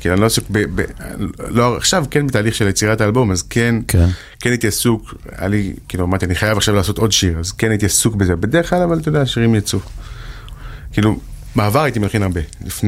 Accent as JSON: {"language": "Hebrew", "town": "Jerusalem", "region": "Jerusalem District", "country": "Israel", "tie": "born or raised there", "said": "בהר נוף, בירושלים."}